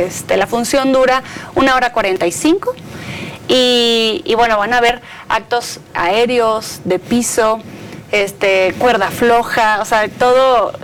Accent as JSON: {"language": "Spanish", "town": "Monterrey", "region": "Nuevo León", "country": "Mexico", "said": "Mexa, de Monterrey."}